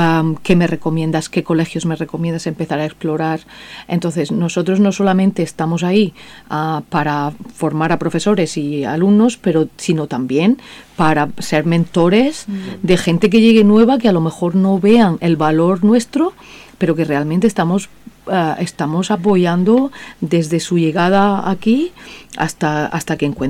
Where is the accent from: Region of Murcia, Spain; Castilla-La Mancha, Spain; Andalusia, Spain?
Region of Murcia, Spain; Lorca; Eso en Murcia, o al menos en mi tierra, en Lorca, eso se llama la esponta.